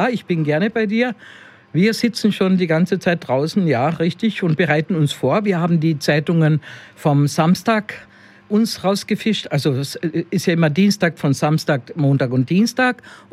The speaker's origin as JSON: {"language": "German", "town": "Mörfelden-Walldorf", "region": "Hesse", "country": "Germany", "said": "ich ja nicht von dieser Region bin. Also schon Region Merfelden halt. Gell? Ich bin aus Merfelden."}